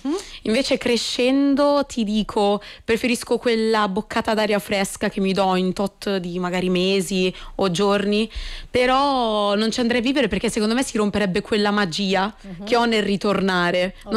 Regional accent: Rome, Lazio, Italy; born there; sono nata a Rocche, per carità, cioè la mia città natale assolutamente, però Cosenza ha qualcosa in più proprio di affettivo e di personale.

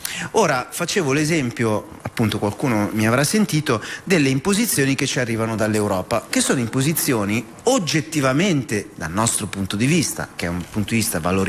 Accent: Milan, Lombardy, Italy

